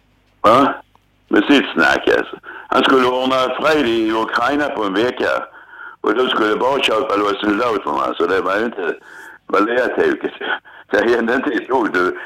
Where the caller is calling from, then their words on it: Sweden; Jag är glad för att jag är svensk.